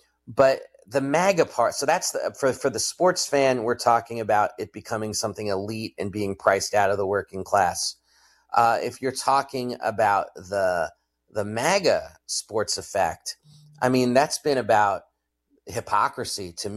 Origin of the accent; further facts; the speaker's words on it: New York City, New York, United States; I'm from New York City.